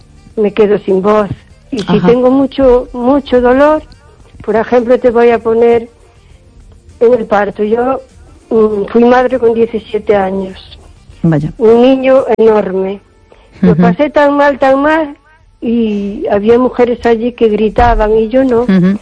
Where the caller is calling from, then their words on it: O Carballiño, Galicia, Spain; de Carballiño.